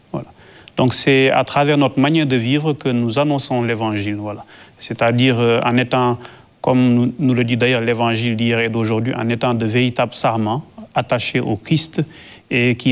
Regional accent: Senegal; Mais nous sommes convaincus, en tant que Sénégalais

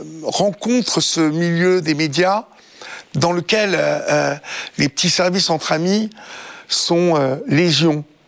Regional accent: Évreux, Normandy, France; Vous savez cette chanson que j'entendais quand j'étais enfant de chœur à Évreux

